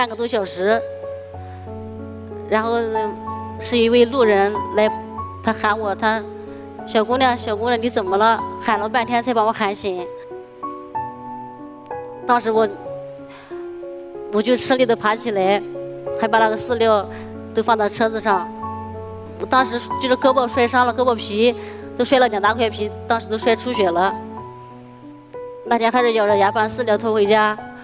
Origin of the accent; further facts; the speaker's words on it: Lu'an, Anhui, China; 我来自安徽省六安市。